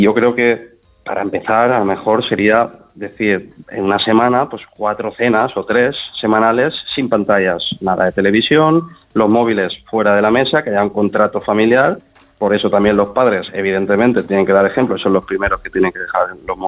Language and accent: Spanish; Valencia, Valencian Community, Spain